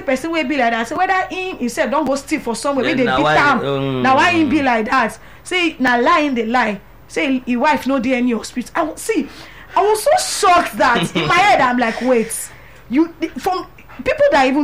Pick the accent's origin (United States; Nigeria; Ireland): Nigeria; Lagos; born there; it has never happened to me before because I was born in Lagos and 30 something years.